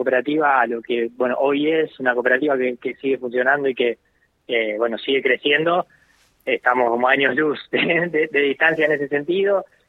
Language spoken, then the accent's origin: Spanish; Junín, Buenos Aires Province, Argentina; Bueno, nosotros somos de Junín, provincia de Buenos Aires.